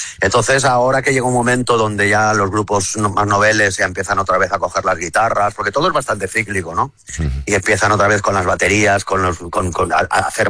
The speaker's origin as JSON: {"language": "Spanish", "town": "Benetússer", "region": "Valencian Community", "country": "Spain", "tie": "born or raised there", "said": "ahí en mi pueblo, en Benetúser"}